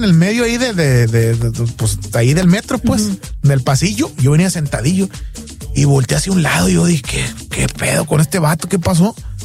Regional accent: Guasave, Sinaloa, Mexico; Ah, pero acuérdate que yo soy de Estación Capomas, Wasabe, Sinaloa, México, el ombligo del mundo, ¿no?

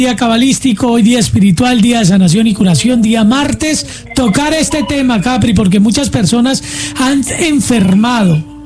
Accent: Mexico; y como mexicanos, por ejemplo, México celebran el 2 de noviembre

